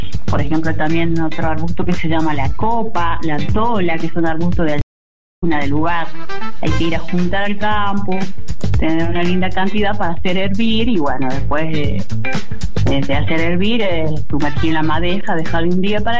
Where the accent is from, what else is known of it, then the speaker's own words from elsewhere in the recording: Laguna Blanca, Catamarca, Argentina; Sí, bueno, yo soy del puerto de Laguna Blanca, que corresponde al departamento Belén, que sería cerca de la Puna de Antofagasta.